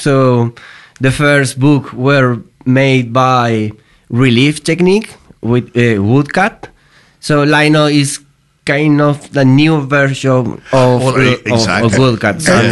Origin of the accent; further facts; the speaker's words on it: Chile; I'm from Chile.